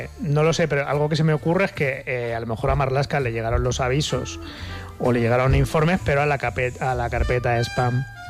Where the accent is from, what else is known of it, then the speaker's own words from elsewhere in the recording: Spain; Pues no, pero yo lo claro, diría no como la humanidad, como español.